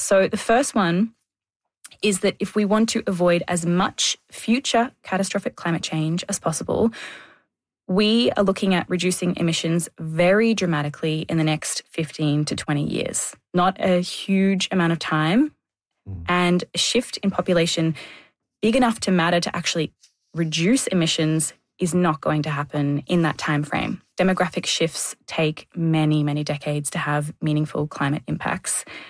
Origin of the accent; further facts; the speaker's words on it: Australia; I don't like spiders and I grew up in Australia, so I had plenty of exposure therapy.